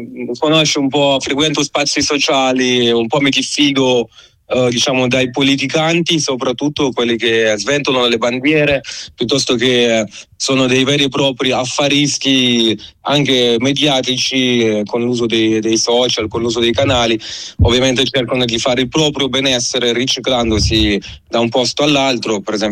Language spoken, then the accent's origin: Italian; Lombardy, Italy; now in Milan, Italy; perché appunto parlo da lombardo.